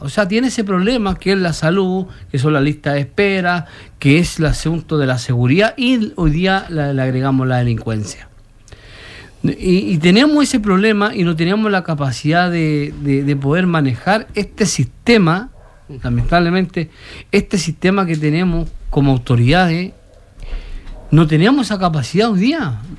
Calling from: Chile; todo lo que hoy día vivimos como chilenos

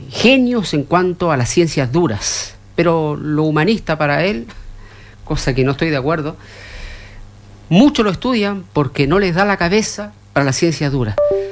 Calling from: Chile; Yo, siendo chileno

